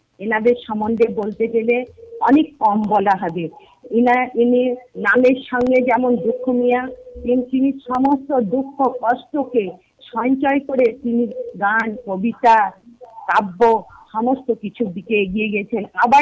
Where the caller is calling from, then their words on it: Murshidabad, West Bengal, India; চাকরি মুর্শিদাবাদ থেকে বলছি।